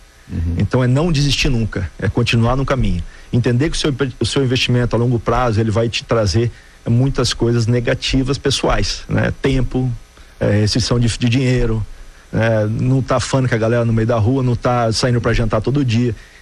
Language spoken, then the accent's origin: Portuguese; Brazil; moved away; Eu sou um patriota, sou brasileiro, quero sempre estar no Brasil, apesar de eu estar 31 anos fora.